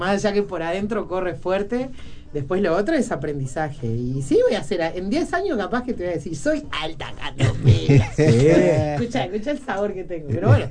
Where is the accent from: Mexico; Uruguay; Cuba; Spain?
Uruguay; Montevideo; born there; accent: Fray Bentos (canario); moved away; also born or lived in Fray Bentos, Uruguay; Soy del Jacinto Vera, entonces claro, hay mucho carnaval ahí, mucho tablado, mucho vecino carnavalero, y ahí fui como mamando de costadito otras cosas que en mi familia no, pero en el barrio sí. Y después, bueno, cuando me fui a Fray Bento